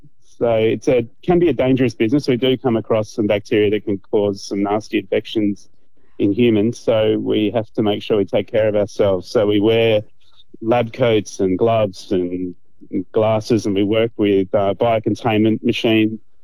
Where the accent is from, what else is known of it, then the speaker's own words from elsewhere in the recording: Adelaide, South Australia, Australia; moved away; I'm originally from Adelaide